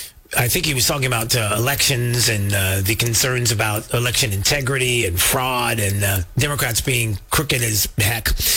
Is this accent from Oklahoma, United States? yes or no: no; Alabama, United States; I'm still from Alabama.